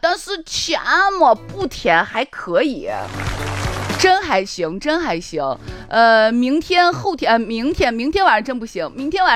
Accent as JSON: {"language": "Chinese", "country": "China"}